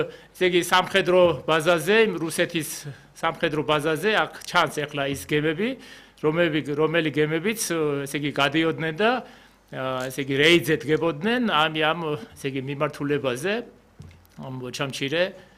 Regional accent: Western Georgia, Georgia; მე თვითონ დასავლეთიდან ვარ

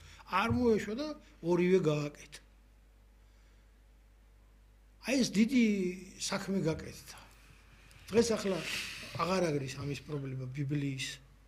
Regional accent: Khashuri, Shida Kartli, Georgia; ხაშურში და გავიზარდე სკოლა იგი დავამთავრე და ხაშურში იყო ეკლესია.

